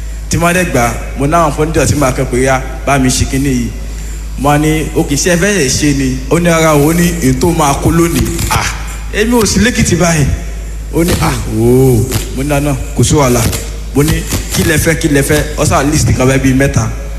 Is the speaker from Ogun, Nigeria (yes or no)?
no; Ado-Ekiti, Ekiti, Nigeria; mo wá láti ìlú Ekiti State nílùú Ado.